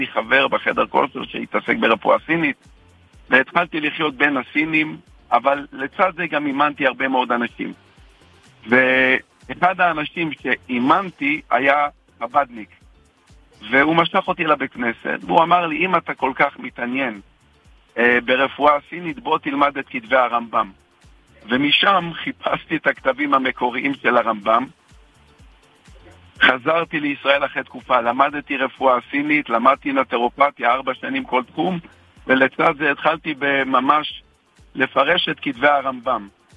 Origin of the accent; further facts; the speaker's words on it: Central District, Israel; now in Kiryat Ata, Israel; אני היום גר בקריית אתא, במקור אני ממושב בשרון.